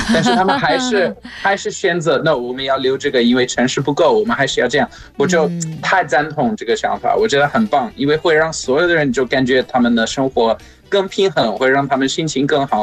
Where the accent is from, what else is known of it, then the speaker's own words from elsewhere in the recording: South Africa; Chinese is a second language; now in Nantong, China; 我们在南非长大，